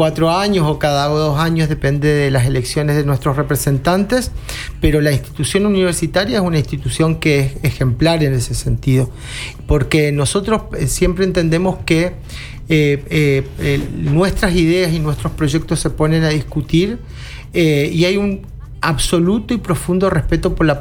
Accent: Villa Ángela, Chaco, Argentina; moved away as an adult; ingresé hace 31 años desde mi pueblo, desde Villa Ángela

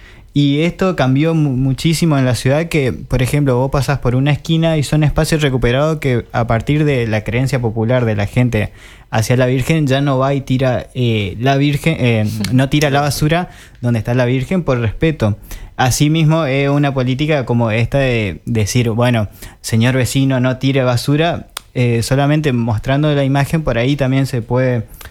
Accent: Corrientes, Argentina; born there; also born or lived in Bella Vista, Corrientes; yo viví de chico acá en Corrientes, después me mudé a Bellavista

